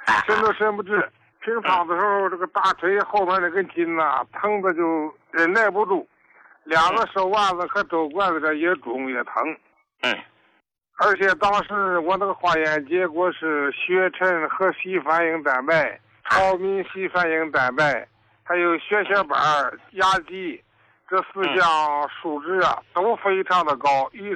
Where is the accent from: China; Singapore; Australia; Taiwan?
China; Shenyang, Liaoning; 我是沈阳的、